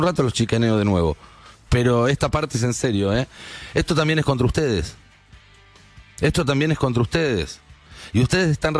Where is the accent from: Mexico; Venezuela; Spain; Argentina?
Argentina; somos los argentinos